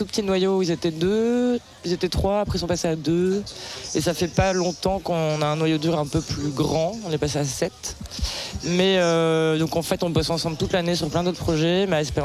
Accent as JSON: {"language": "French", "town": "Liège", "region": "Wallonia", "country": "Belgium", "said": "On vient de Liège."}